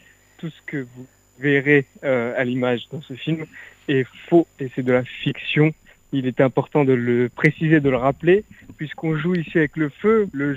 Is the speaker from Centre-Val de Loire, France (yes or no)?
yes; Centre-Val de Loire, France; mais je suis Tourangeau, donc je viens de Touraine, exactement.